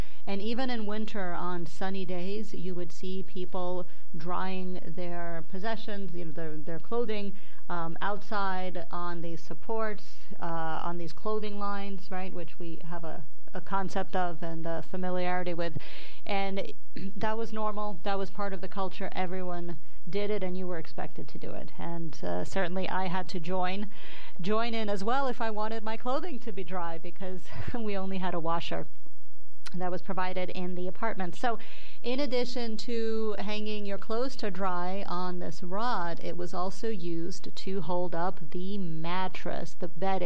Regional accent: United States; also born or lived in Japan; as an American

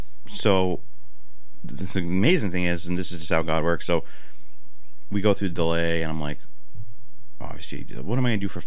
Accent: Boston, Massachusetts, United States; But I grew up in Boston, whatever.

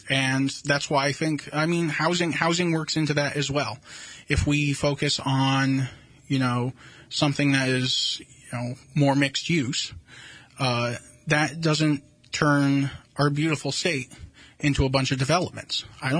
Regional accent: Charlestown, New Hampshire, United States; I grew up in Charlestown.

